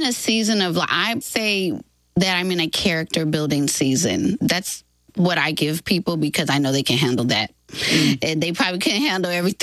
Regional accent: Texas, United States; moved away; I fly 800 miles to Texas. That's my my hometown.

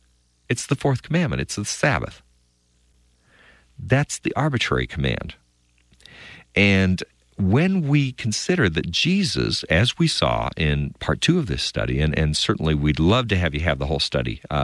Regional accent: Portland, Oregon, United States; moved away; I was a kid growing up in Portland, Oregon

